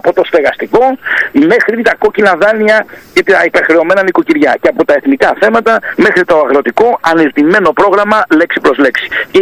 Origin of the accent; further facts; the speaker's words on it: Greece; ως Έλληνας Ευρωβουλευτής να εκπροσωπήσω την πατρίδα μου και τα Επτάνησα και την Κεφαλονιά και τη Ζάκυνθο και όλη την Ελλάδα